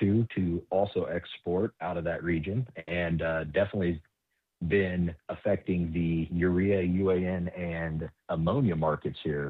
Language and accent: English; Gibson City, Illinois, United States; now in Bloomington, United States; I'm actually based in Bloomington, but my hometown is Sisson Park, Illinois.